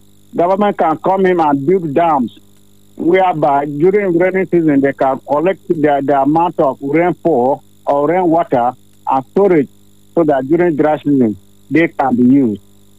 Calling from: Makurdi, Benue, Nigeria; I'm calling here in Agbo, Makurdi, Benue State.

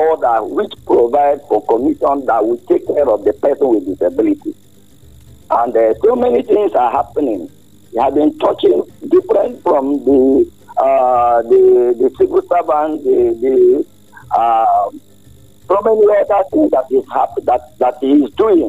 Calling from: Makurdi, Benue, Nigeria; I'm calling you from behind Lower Benue, Makurdi.

